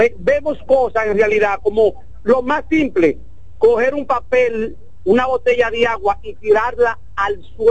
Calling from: Santiago de los Caballeros, Santiago, Dominican Republic; Yo desde Santiago.

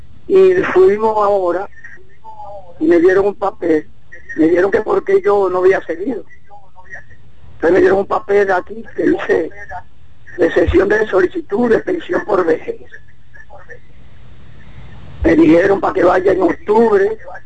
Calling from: La Victoria, Santo Domingo, Dominican Republic; Desde aquí, de La Victoria.

